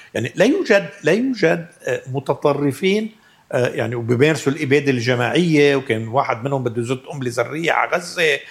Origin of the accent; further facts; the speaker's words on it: Lebanon; نحن كلبنانيين